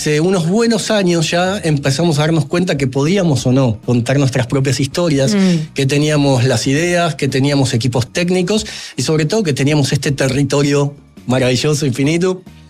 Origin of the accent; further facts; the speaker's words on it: Argentina; donde junto con un colega, yo soy de Argentina, un colega de Uruguay y uno de Chile, contamos nuestra experiencia tratando de entrar a esta industria